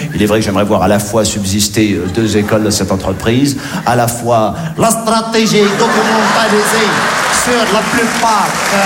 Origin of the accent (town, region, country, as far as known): Morocco